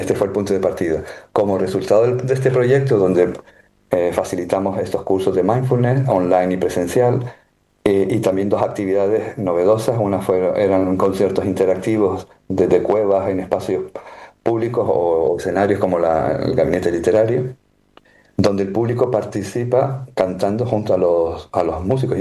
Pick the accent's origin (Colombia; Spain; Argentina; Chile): Spain; Canary Islands; moved away; also born or lived in London; yo volví hace 5 años, soy un canario retornado